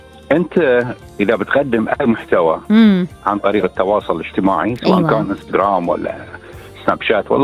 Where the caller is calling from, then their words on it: Bahrain; بجنسيتك أنت كبحريني